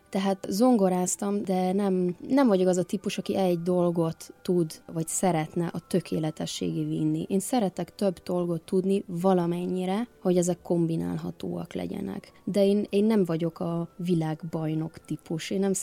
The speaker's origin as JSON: {"language": "Hungarian", "region": "Zurich", "country": "Switzerland", "tie": "born or raised there", "said": "Tehát emiatt nőttem fel Zürichben"}